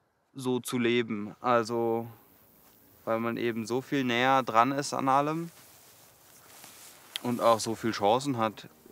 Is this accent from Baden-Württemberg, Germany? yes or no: yes; Baden-Württemberg, Germany; Ich bin auf dem Untermühlbachhof aufgewachsen